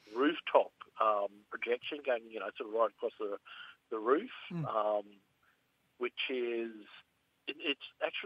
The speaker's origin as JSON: {"language": "English", "region": "Queensland", "country": "Australia", "tie": "born or raised there", "also_born_or_lived": "Moa Island", "said": "Well, I grew up on First Island, family from Moa Island, up in Torres Straits."}